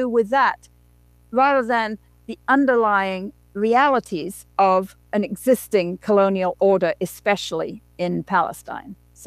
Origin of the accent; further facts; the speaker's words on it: England, United Kingdom; You know, I grew up in England in the 1950s and 1960s, the era of decolonization